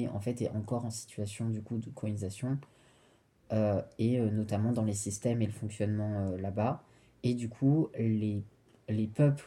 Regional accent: Réunion, France; Et c'est pas parce qu'on est français que La Réunion n'a pas sa propre culture

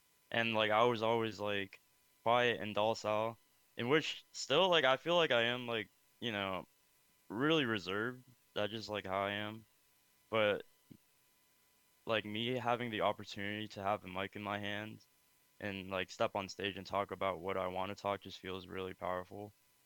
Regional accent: Danbury, Connecticut, United States; English is a second language; also born or lived in Cambodia / Lowell, Massachusetts; we ended up moving to Danbury, Connecticut afterwards, and which is where I was raised my whole life up until now, or a couple of years ago.

